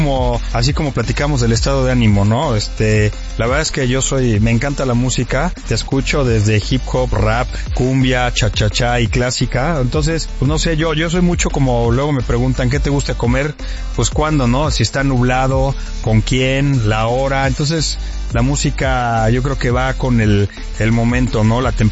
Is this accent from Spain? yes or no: no; Mexico